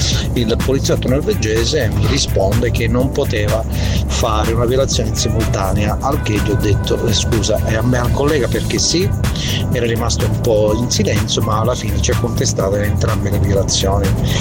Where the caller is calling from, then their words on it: Santa Teresa di Riva, Sicily, Italy; vengo da Santa Teresa di Riva in provincia di Messina